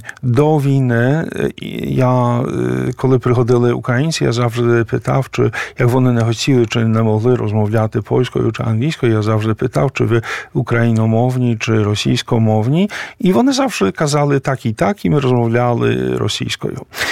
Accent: Poland; але я поляк, вони були поляки, римокатолики, тобто в мене немає жодної ідентичності української, я просто поляк, який живе тут у Варшаві

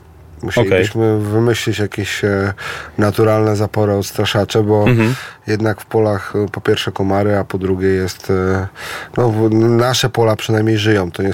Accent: Warmian-Masurian Voivodeship, Poland

